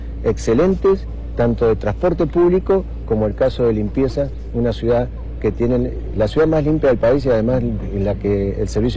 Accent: Neuquén, Argentina; como nos merecemos todos los neuquinos.

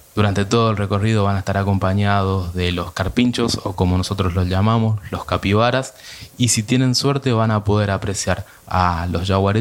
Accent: Corrientes, Argentina; soy de Corrientes

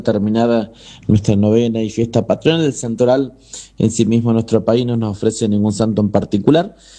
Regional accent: Argentina; Pero como argentinos también hoy recordamos el paso a la inmortalidad del general don José de San Martín

